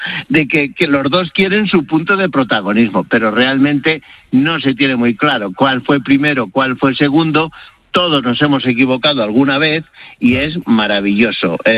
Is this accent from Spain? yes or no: yes; Horcajo de la Ribera, Castile and León, Spain; Por ejemplo, en Horcajo de la Ribera, en mi pueblo, en Horcajo, en Gredos, la mantenemos, la de cobrar el piso.